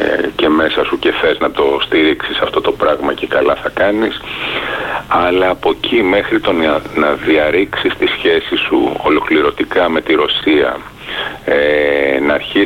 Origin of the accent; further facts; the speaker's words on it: Greece; να λέω ότι είμαι Έλληνας